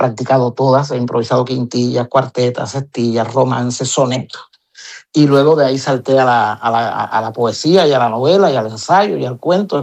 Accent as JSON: {"language": "Spanish", "region": "Havana", "country": "Cuba", "tie": "born there", "said": "Yo soy nacido en La Habana, en la capital, pero mi padre era de Pinar del Río"}